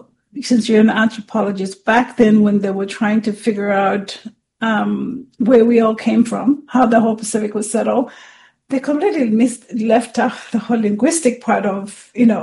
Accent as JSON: {"language": "English", "country": "Vanuatu", "said": "because obviously Pacific Islanders, land is very, very important to us. So when I introduce myself and I say I'm from Vanuatu"}